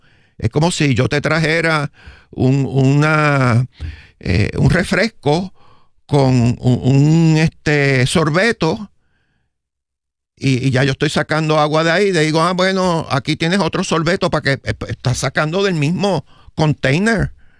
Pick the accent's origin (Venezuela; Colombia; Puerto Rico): Puerto Rico; Es que yo nací y me crié aquí. Así que yo soy puertorriqueño. Lo que pasa es que mis abuelos vinieron de Suecia. Pero inclusive mi papá nació aquí.